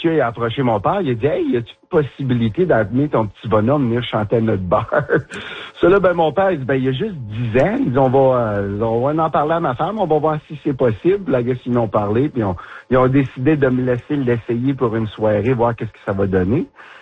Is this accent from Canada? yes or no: yes; Smooth Rock Falls, Ontario, Canada; moved away as an adult; now in Ottawa, Canada; Je suis un petit gars du nord de l'Ontario, moi aussi. Je viens de Smooth Rock Falls, Ontario. Alors, pas trop loin de Sudbury. Et puis, j'ai resté là 21 ans